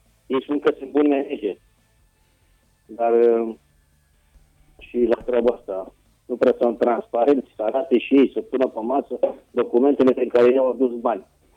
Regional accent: Romania

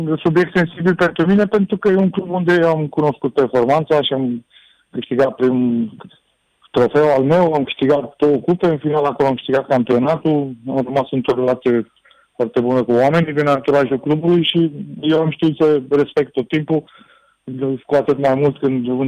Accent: Romania; Și eu sunt format aici, am muncit aici, am crescut aici

